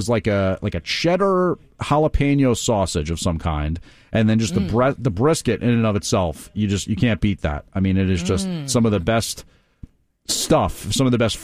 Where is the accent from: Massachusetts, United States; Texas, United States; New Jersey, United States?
New Jersey, United States; I am Italian by osmosis, given that I grew up in Essex County, New Jersey, where they would call it prosciutto.